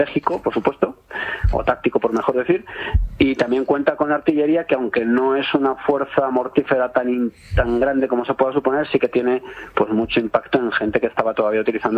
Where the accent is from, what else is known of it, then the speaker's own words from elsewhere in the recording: Cuenca, Castilla-La Mancha, Spain; En mi pueblo, en Cuenca estoy.